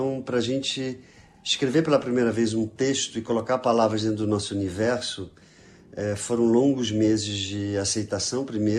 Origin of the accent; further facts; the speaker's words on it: Angola; moved away; also born or lived in Brazil / France; Eu vim de Angola, sou de família portuguesa, migrei para o Brasil, fui para a França, enfim.